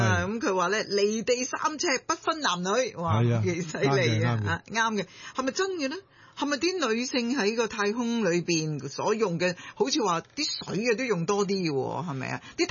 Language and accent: Cantonese; Hong Kong